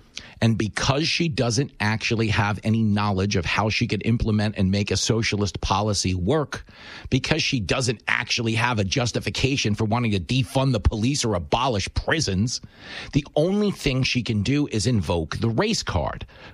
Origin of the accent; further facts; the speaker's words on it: Levittown, New York, United States; when I was a little kid, growing up on Long Island, Levittown, Abbey Lane, we had a congressman come to our class one day